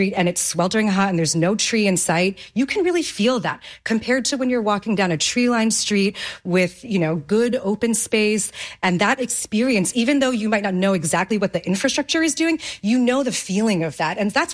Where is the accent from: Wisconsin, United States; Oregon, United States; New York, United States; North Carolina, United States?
New York, United States; I was just kind of curious as a New Yorker.